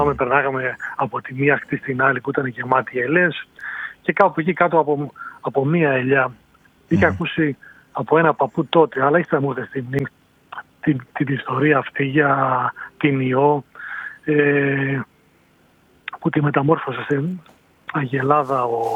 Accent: Argyro, Central Greece, Greece; moved away; Στο χωριό μου, στο Αργυρό, στην Εύβοια.

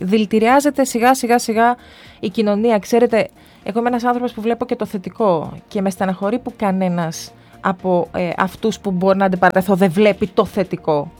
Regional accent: Eastern Macedonia and Thrace, Greece; επειδή εγώ είμαι και από το Βορρά, εγώ είμαι από τον Εύρο ας το πούμε...

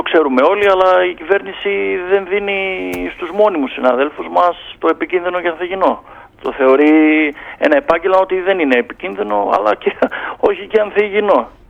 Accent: Thessaloniki, Central Macedonia, Greece; Εδώ στη Θεσσαλονίκη, γιατί τυχάνει να είμαι Θεσσαλονικιός και να υπηρετώ στον τρίτο πυροσβεστικό σταθμό Θεσσαλονίκης

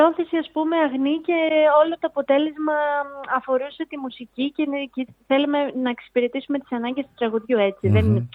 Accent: Ano Kastritsi, Western Greece, Greece; το Άνω Καστρίτσι, να πω ότι είναι το χωριό μου, είναι η μαμά μου από εκεί και έχω μνήμες από το εκκλησάκι αυτό

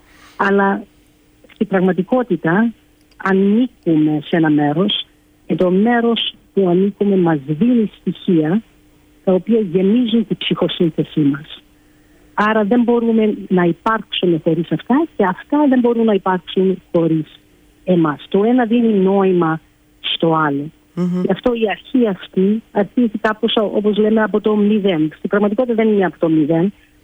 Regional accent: Karpathos, South Aegean, Greece; also born or lived in Athens; όσο μεγάλωσα στο νησί, στην Κάρπαθο και μετά στην Αθήνα, όλες οι εμπειρίες ζώντας σε ένα νησί και μετά ζώντας στην πόλη

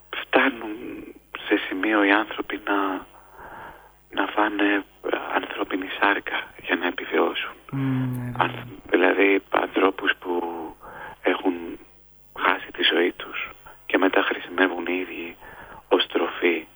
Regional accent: Missolonghi, Western Greece, Greece; Όταν ήμουν μικρός και ήμουν στο Μεσολόγιο, η αδερφή μου τραγουδούσε κατά προτροπή του πατέρα μου τη … της … και έτσι μεγάλωσα με αυτό το τραγούδι

